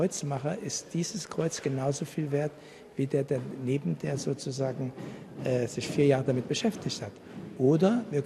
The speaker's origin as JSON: {"language": "German", "country": "Iran", "moved": "yes", "said": "Ich komme aus Iran."}